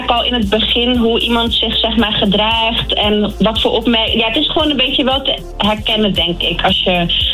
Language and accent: Dutch; Egypt; het is ook de cultuur waar ik ben opgegroeid. Ik ben Egyptisch.